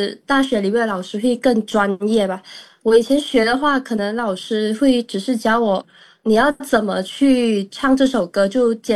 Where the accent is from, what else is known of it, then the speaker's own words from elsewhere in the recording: Malaysia; moved away; 我一开始到大学的时候第一个问题就是咬字、嗯、我们马来西亚人咬字就比较靠前，你看我们说话比较靠前